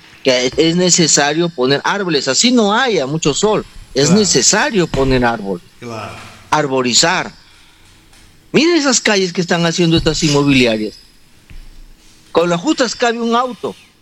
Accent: Bellavista, Cajamarca, Peru; born there; Yo nací en Bellavista, en el hospital, en año 1962. Para llegar a Bellavista era un tráfico, una pesadilla.

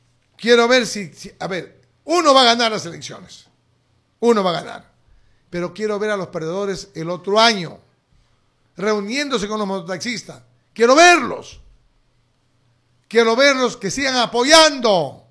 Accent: Jamalca, Amazonas, Peru; Yo trabajo pensando en mi pueblo de Jamalca, que confío en mí y que las obras no deben detenerse y deben continuar por el bienestar de todos los jamalquinos.

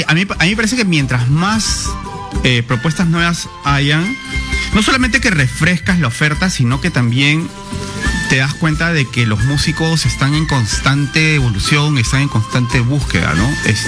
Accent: Peru; nosotros como peruanos

